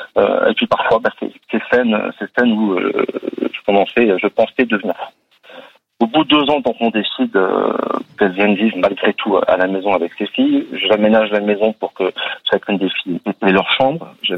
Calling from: Normandy, France; je vis en Normandie

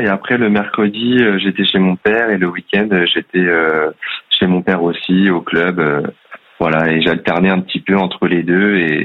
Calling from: Bordeaux, Nouvelle-Aquitaine, France; J'habite à Bordeaux.

